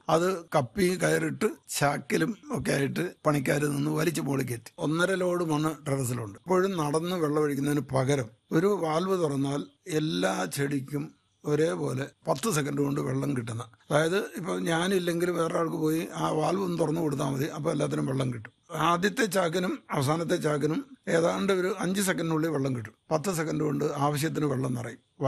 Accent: Pala, Kerala, India; moved away as an adult; now in Ernakulam, India; ഞങ്ങൾ നല്ല കൃഷി കുടുംബത്തിൽ നിന്നാണ്. പഠിക്കാനും ജോലിക്കും ഒക്കെ ആയിട്ട് ഇന്ത്യ മുഴുവനും കറങ്ങി. വർഷങ്ങളായിട്ട് പാലാ വിട്ടെങ്കിലും നമ്മുടെ ആ പാരമ്പര്യം കുറച്ച് ഉള്ളിൽ കിടക്കുമല്ലോ. അങ്ങനെ എറണാകുളത്ത് താമസമായിട്ട് ഇപ്പം 35 വർഷത്തോളമായി.

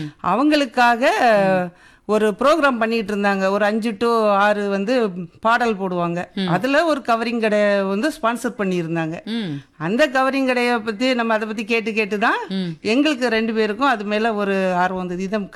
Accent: Vazhavallan, Tamil Nadu, India; Vazhavallan.

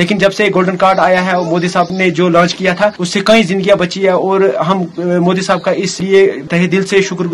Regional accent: Nilsar Kandi, Jammu and Kashmir, India; मैं डिस्ट्रिक्ट बारामूला के निलसर कंडी का रहने वाला हूं।

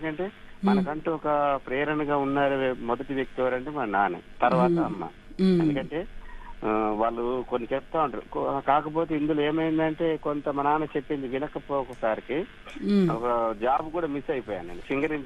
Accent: Rampuram, Telangana, India; Madam, మాది భద్రాద్రి కొత్తగూడెం జిల్లా రాంపురం గ్రామం మేడం.

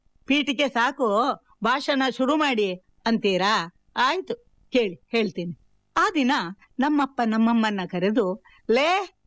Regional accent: Kalasa, Karnataka, India; ಮಲೆನಾಡಿನ ಹಚ್ಚ ಹಸಿರು ಹೊತ್ತು ಕಂಗೊಳಿಸುತ್ತಿರುವ ಕಳಸದ ಹಳ್ಳಿ ನನ್ನ ಊರು.

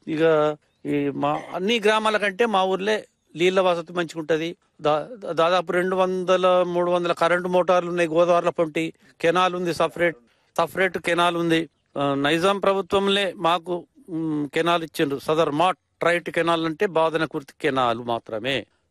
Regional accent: Badanakurthi, Telangana, India; ఇది బ్రిటిష్ పరిపాలన అప్పటి నుంచే ఉందట మా ఊరు.

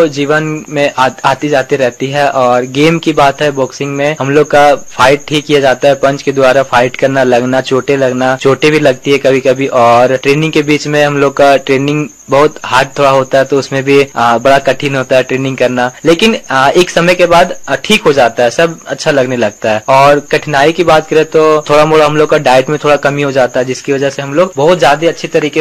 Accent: Hazaribagh, Jharkhand, India; मैं कटकमदार हजारीबाग के निवासी हूँ।

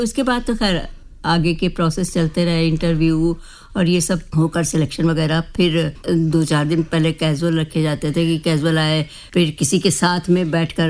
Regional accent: Lucknow, Uttar Pradesh, India; born there; हम लखनऊ में पैदा हुए और लखनऊ में ही

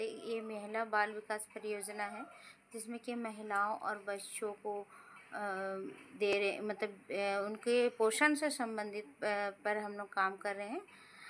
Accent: Jharkhand, India; न्यूकोरन tour की रहने वाली हूँ।

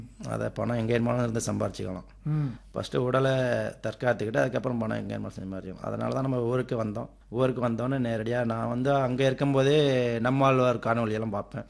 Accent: Papanasam, Tamil Nadu, India; born there; moved away as an adult; also born or lived in Chennai / Coimbatore / Dubai; ஆமா, பிறந்ததே கருப்பனார் கோட்டை தான்.

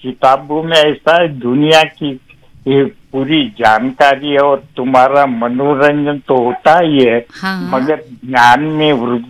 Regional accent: Maharashtra, India; first language Marathi; Hindi is a second language; और मेरी मातृभाषा मराठी है

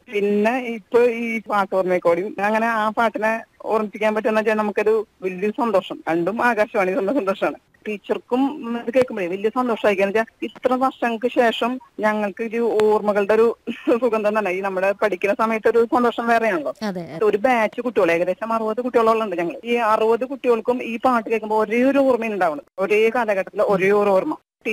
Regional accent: Anthikad, Kerala, India; കൊടുങ്ങല്ലൂരിനടുത്ത് എന്റെ നാട് അന്തിക്കാടാണ്.

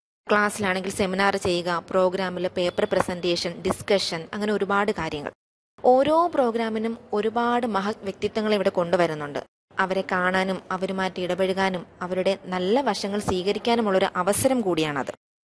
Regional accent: Kerala, India; ഞാൻ ചെറിയങ്ങാട് സ്വദേശിനിയാണ്.

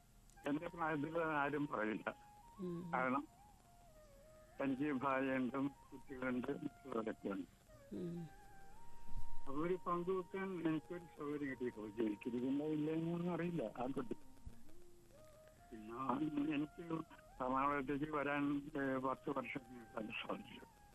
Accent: Kerala, India; ഞാൻ വളർന്നത് south railway സ്റ്റേഷന്റെ അടുത്തുള്ള ഒരു വീട്ടിലായിരുന്നു.

